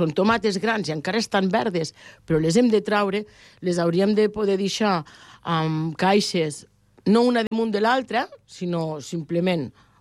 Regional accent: Algerri, Catalonia, Spain; Jo sóc d'Algerri, les tinc allí molt a mà

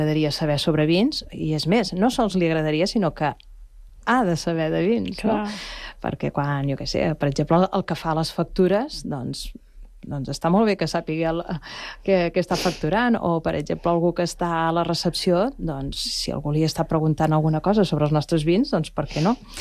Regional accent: Valls, Catalonia, Spain; jo sóc de Valls

